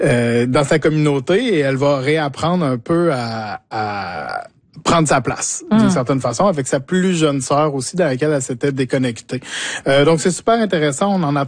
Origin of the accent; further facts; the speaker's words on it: Quebec, Canada; Je viens de l'Estrie, je viens des champs, je viens de la forêt. Et bon, mes parents ne sont pas agriculteurs, mais c'est tout comme.